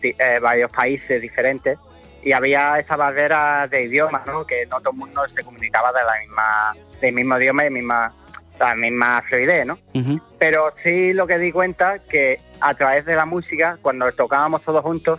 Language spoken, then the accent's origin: Spanish; England, United Kingdom; Spanish is a second language; now in Huelva, Spain; Bueno, realmente norteamericano no soy, soy inglés.